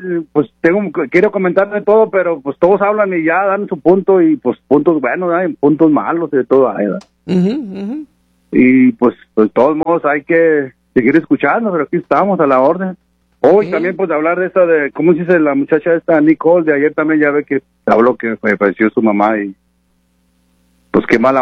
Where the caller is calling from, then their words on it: Torreón, Coahuila, Mexico; Yo soy acá de Torreón, Coahuila, por acá.